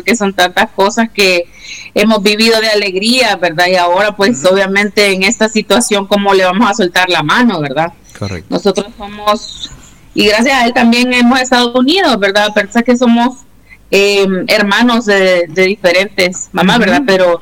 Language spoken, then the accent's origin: Spanish; Nicaragua; born there; Con mi mamá, pues, fuimos exiliadas y yo nací en Nicaragua en el 85, ¿verdad? Yo tengo 41 años.